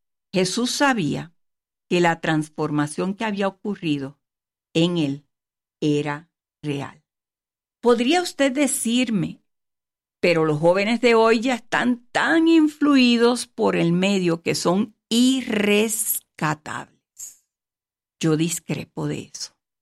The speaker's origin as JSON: {"language": "Spanish", "country": "Puerto Rico", "tie": "born or raised there", "said": "mi país natal, Puerto Rico"}